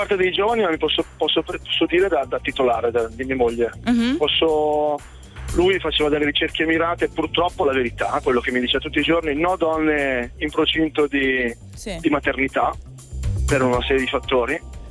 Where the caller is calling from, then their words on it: Reggio Emilia, Emilia-Romagna, Italy; Io chiamo da Reggio Emilia, però sono in autostrada perché lavoro a Milano